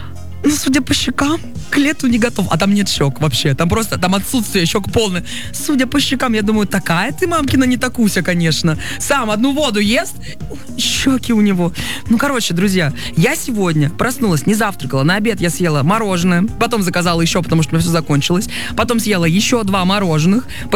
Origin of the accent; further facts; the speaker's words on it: Irkutsk, Irkutsk Oblast, Russia; Я люблю печенки, я с Иркутска.